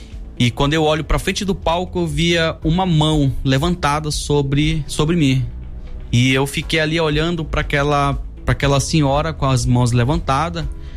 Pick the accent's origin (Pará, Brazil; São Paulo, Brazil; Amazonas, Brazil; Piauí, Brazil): Amazonas, Brazil; Manaus; moved away as an adult; now in Goiânia, Brazil; A nossa cidade de origem mesmo é Manaus, Amazonas.